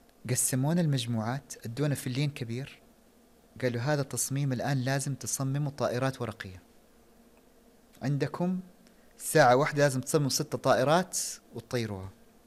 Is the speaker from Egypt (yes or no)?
no; Saudi Arabia; moved away as an adult; قال لي أنت من فين؟ قلت له من السعودية.